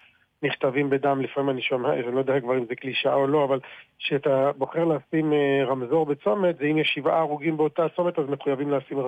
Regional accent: Kiryat Shmona, Northern District, Israel; אני נולדתי וגדלתי בקריית שמונה.

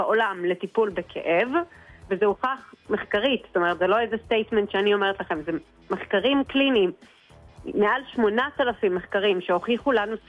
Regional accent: Haifa, Haifa District, Israel; וגם אני חיפאית

